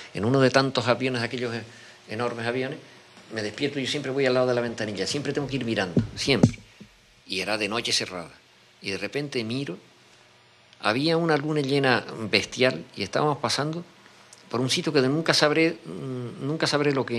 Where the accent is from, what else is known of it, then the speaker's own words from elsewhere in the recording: La Laguna, Canary Islands, Spain; No, yo soy canario 100%, a pesar de que... De lo que hemos hablado, de que parezco un lagunero renegado porque no vivo en la laguna. Mi laguna no me la puede quitar nadie, la tengo en el alma, ¿no?